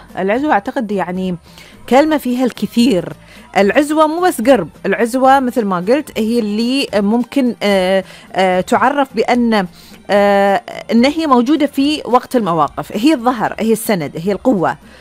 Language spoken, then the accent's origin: Arabic; Bahrain; عندنا في البحرين